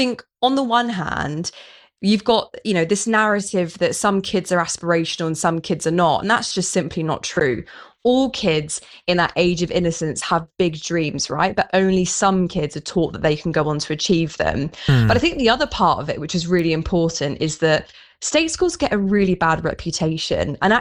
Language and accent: English; Borehamwood, East of England, United Kingdom; also born or lived in Bristol; I grew up in Boreham Wood on a council estate